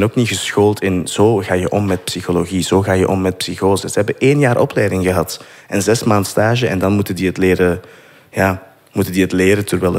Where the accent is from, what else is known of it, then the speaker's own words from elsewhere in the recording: Turnhout, Flanders, Belgium; Ja, ik ben van Turnhout.